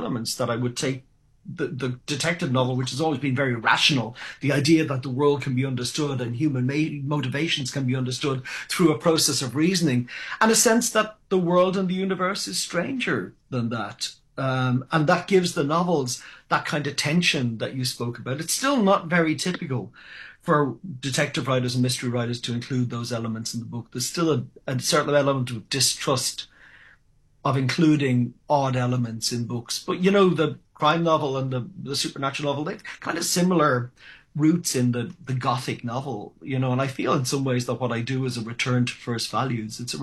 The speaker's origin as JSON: {"language": "English", "country": "Ireland", "tie": "born or raised there", "said": "as a young man growing up in Ireland in the 1980s and 1990s, the very last thing I wanted to engage with was those things. And yet wherever you go, you take your background with you. And my background is Catholic."}